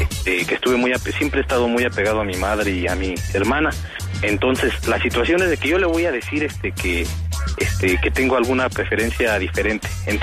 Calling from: Nicolás Romero, State of Mexico, Mexico; Aquí de Nicolás Romero, pandita.

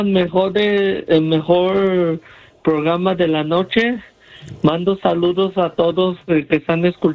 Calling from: Michoacán, Mexico; todos los paisanos de Michoacán

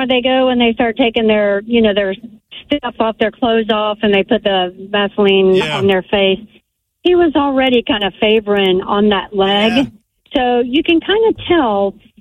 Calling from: Bartow, Florida, United States; Okay, I'm from Bartow, Florida.

